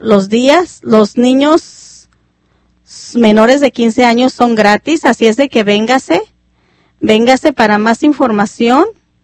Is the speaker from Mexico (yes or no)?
yes; Mexico; born there; moved away